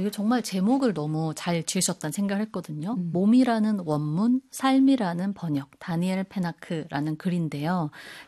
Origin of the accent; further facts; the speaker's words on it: South Korea; moved away; 저의 그 시골에서 나고 자란 바탕이 있기 때문이기도